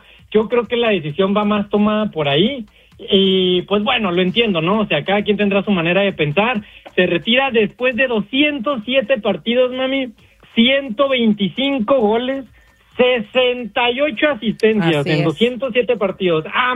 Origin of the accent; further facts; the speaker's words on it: Mexico; yo soy mexicano y lo que sea, pero ¿qué tiene? Yo crecí con él en el fútbol